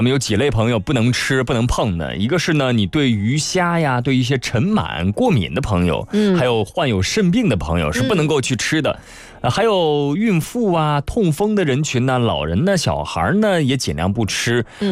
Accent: Shandong, China; 尤其是你看我作为山东人啊

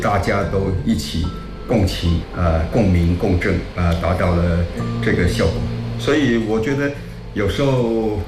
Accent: Chaoshan, Guangdong, China; 在我们家乡那不用说

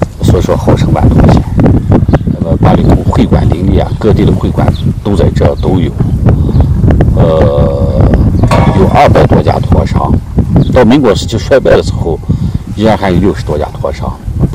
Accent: China; 我就想我们作为一个中国人啊，要把这个丝路精神要传承下去

